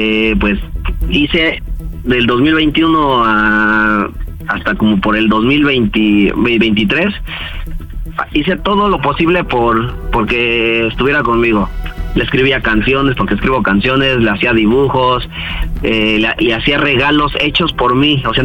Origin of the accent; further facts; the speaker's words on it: Mexico City, Mexico; De la Ciudad de México, tengo 36 años.